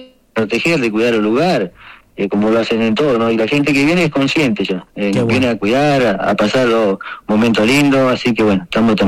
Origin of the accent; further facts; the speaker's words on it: El Salado, Río Negro, Argentina; Porque tenemos la parte del Salado, de donde yo soy del Salado, el otro paraje que está vecino, que también pertenece a Chipauquil, que es zona rural de Chipauquil.